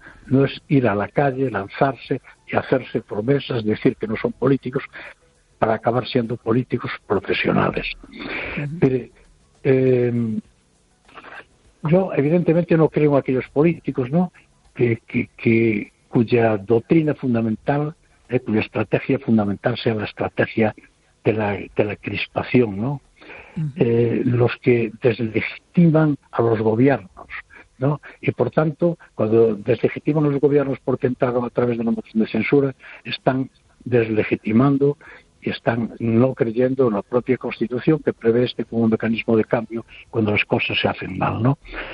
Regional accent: Noia, Galicia, Spain; Hola, buenas noches.

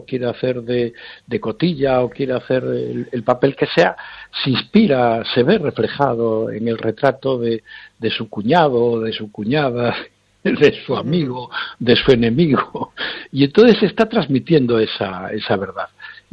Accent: Galicia, Spain; historias maravillosas para sentirnos orgullosos de formar parte como gallegos de esa cultura ancestral.

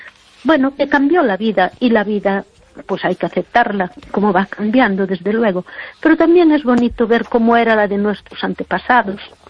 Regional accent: Galicia, Spain; nosotros que somos tan gallegos

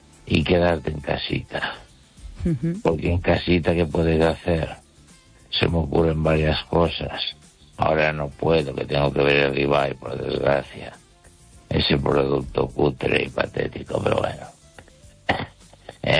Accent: Catalonia, Spain; Spanish is a second language; Y ahora soy escritor español, catalán en expresiones española. Yo me siento muy orgulloso.

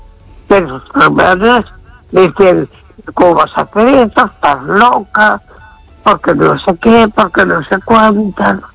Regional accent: A Coruña, Galicia, Spain

